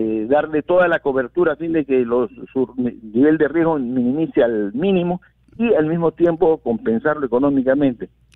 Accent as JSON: {"language": "Spanish", "country": "Peru", "said": "nosotros como peruanos"}